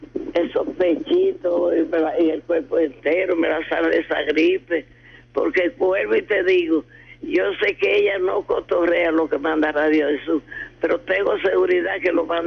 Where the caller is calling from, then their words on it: Navarrete, Santiago, Dominican Republic; a mi pueblo Navarrete, que lo quiero mucho